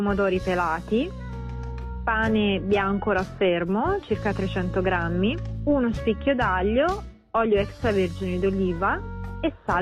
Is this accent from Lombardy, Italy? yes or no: no; Siena, Tuscany, Italy; poi io dico la variante senese, che è quella lì con cui sono cresciuta